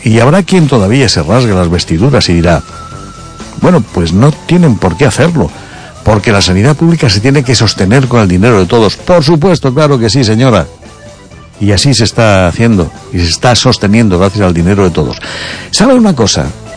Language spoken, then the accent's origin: Spanish; Galicia, Spain; moved away; los emigrantes españoles cuando salimos de nuestro país y fuimos a otros países